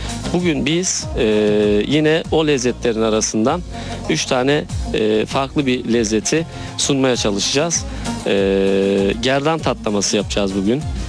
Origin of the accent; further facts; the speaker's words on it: Ayaş, Ankara, Turkey; Ayaşlıyım, burayı, buralıyım. Öncelikle ilçemize hoş geldiniz. 41 yaşındayım.